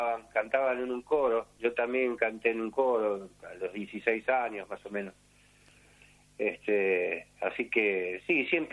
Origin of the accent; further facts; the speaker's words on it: Buenos Aires, Argentina; en el barrio donde yo me crié, en Floresta